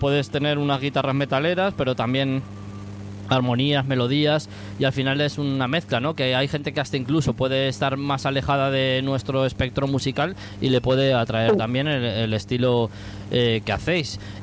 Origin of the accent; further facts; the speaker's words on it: Valencian Community, Spain; Yo soy valenciano